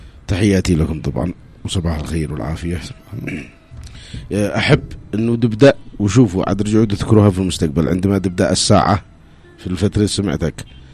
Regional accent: Yemen

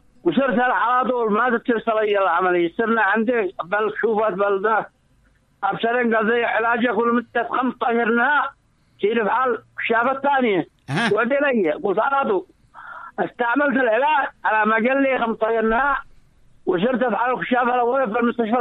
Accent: Bani Matar, Sanaa, Yemen; من بني مدار

